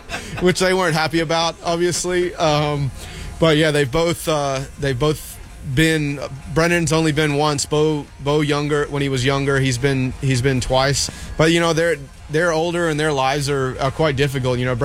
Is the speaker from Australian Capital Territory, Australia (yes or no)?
yes; Canberra, Australian Capital Territory, Australia; Michael Collins, who I grew up with in Canberra